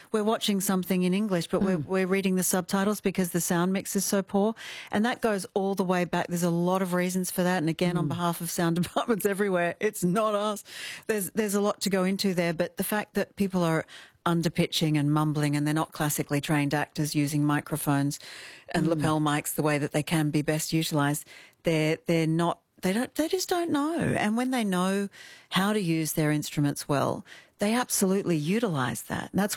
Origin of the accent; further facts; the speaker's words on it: Kalgoorlie, Western Australia, Australia; Look, I'm from Kalgoorlie. I get to call it.